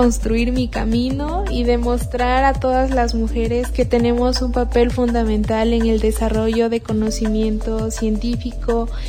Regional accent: San Pedro Tetitlán, Puebla, Mexico; vengo desde San Pedro Tetitlán, un pueblo perteneciente al municipio de San José Miahuatlán

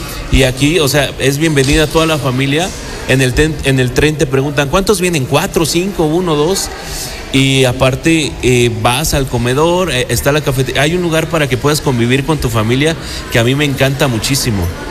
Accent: Tlatlapanala, Puebla, Mexico; No, nosotros venimos de la Sierra Norte, un lugar que se llama Tlatlapanala. Ya nos quedamos aquí todo el año.

